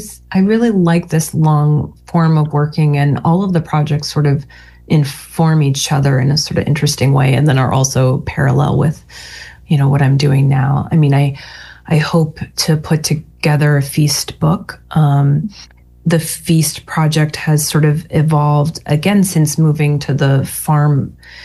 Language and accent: English; Montclair, New Jersey, United States; moved away; I grew up in Montclair, New Jersey.